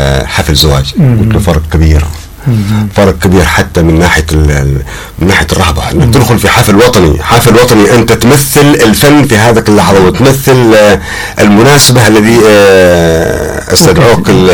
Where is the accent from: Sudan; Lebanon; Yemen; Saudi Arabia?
Yemen; Do'an, Hadramaut; انا من مواليد دوعن. وجيت من دوعن اللهجه حقنا كانت مختلفه عن لهجه الساحل